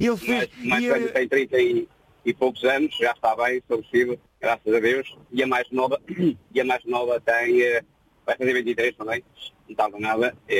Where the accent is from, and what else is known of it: Viseu, Portugal; born there